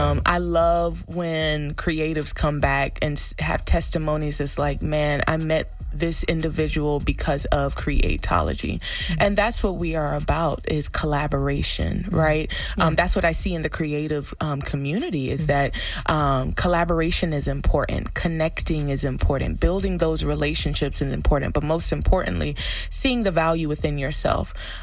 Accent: Trinidad & Tobago; Early background, if you don't hear me accent, my accent is giving it off.

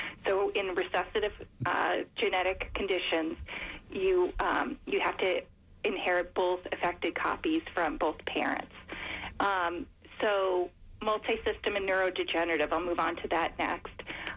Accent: New York, United States; now in Philadelphia, United States; I grew up in New York, but I moved actually to outside of Philadelphia to take this role with Farah.

